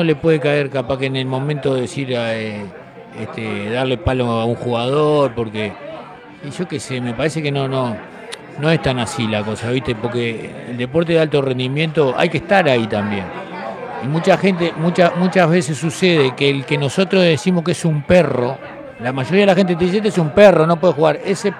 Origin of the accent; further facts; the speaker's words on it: Uruguay; obviamente como uruguayo quería que no fuera bien.